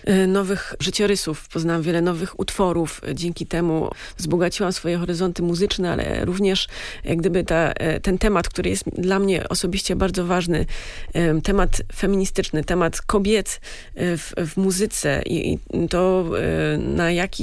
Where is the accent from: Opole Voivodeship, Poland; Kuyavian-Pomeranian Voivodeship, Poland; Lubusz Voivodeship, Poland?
Lubusz Voivodeship, Poland; Zielona Góra; do mojego rodzinnego miasta Zielonej Góry